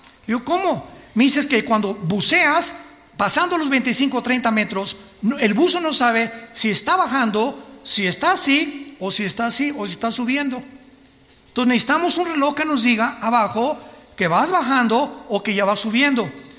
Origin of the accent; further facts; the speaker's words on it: Acapulco, Guerrero, Mexico; fui criado en Acapulco